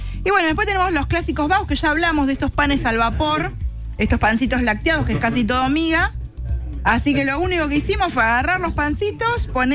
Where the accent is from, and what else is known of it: Argentina